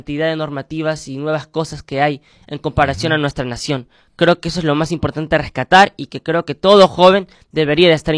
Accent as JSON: {"language": "Spanish", "country": "Peru"}